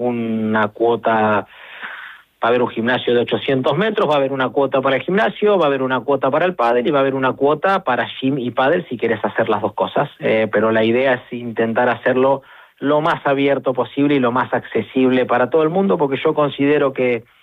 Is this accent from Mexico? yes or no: no; Argentina; now in Barcelona, Spain; Argentina es otro país en el cual yo soy argentino